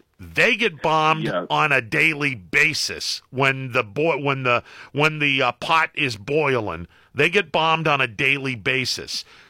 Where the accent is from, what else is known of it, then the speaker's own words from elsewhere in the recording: United States; Because as an American